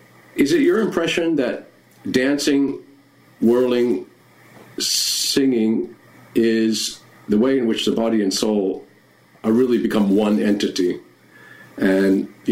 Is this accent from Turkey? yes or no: yes; Turkey; moved away; I was born in Turkey. I grew up there, and I maintain, you know, a lot of connections to Turkey.